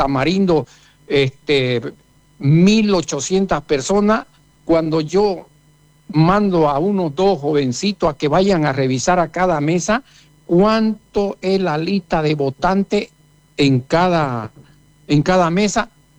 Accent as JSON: {"language": "Spanish", "town": "Montero", "region": "Santa Cruz", "country": "Bolivia", "said": "Mi pueblo de Montero, abran los ojos, abran los ojos."}